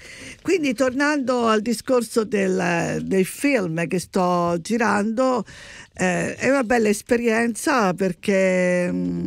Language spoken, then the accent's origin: Italian; Rome, Lazio, Italy; perché essendo un ambiente napoletano non voglio far vedere che sono di Roma e quindi parlo così